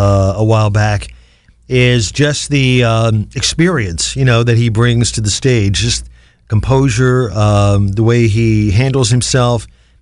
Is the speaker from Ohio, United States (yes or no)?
yes; Canton, Ohio, United States; Non-commercial public radio for Akron in my hometown of Canton, the Hall of Fame city